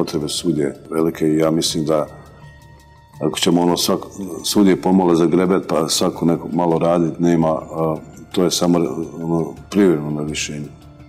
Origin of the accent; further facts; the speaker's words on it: Livno, Canton 10, Bosnia & Herzegovina; obišao sam ne zato što ja dolazim iz Livna